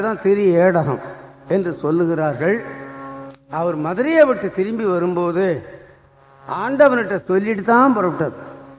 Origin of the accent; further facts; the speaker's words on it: Veerakannan, Tamil Nadu, India; born there; நான் வீராக்கண்ணன் ஒரு ஊர்ல பிறந்தேன், தருமபுரத்துல படித்தேன், மெட்ராஸுக்கு வந்தேன்